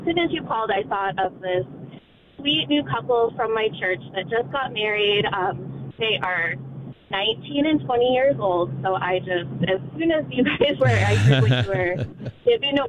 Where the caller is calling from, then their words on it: Portland, United States; I live in Portland. I'm on my way into church right now to send off some girls to a camp.